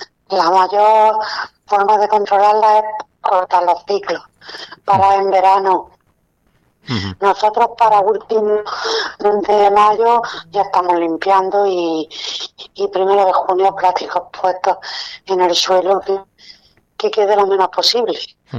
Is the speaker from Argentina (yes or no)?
no; Almería, Andalusia, Spain; los que somos de Almería y conocemos la feria, la hemos vivido desde niños.